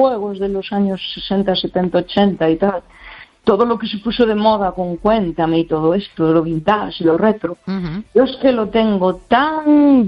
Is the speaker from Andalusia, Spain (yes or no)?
no; Galicia, Spain; del Barbanza.